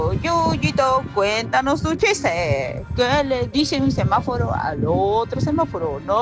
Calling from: Vitarte, Lima, Peru; de Vitarte.

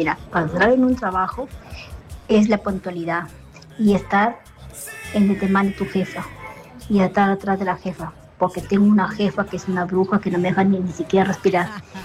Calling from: Lima, Peru; Soy madre soltera, soy de Puente Piedra.

